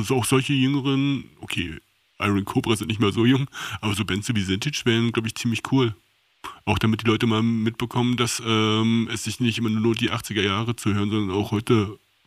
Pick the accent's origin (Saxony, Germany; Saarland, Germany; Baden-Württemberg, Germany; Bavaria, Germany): Saxony, Germany; Leipzig; Ich komme aus Leipzig.